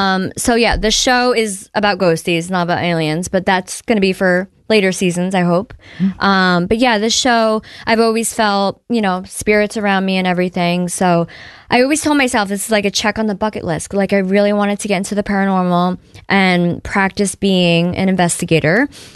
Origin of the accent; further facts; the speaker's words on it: New York, United States; But yeah, I grew up in the Hudson Valley. So the Hudson Valley is known for aliens and UFOs.